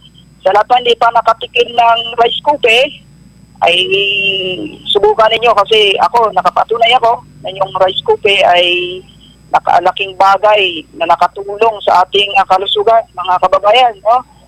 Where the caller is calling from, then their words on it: Mimaropa, Philippines; Ujungan po ako